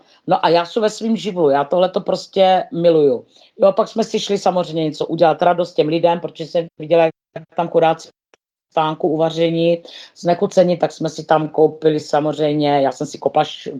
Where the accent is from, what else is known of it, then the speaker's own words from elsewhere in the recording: Moravia, Czechia; My jsme z Moravy.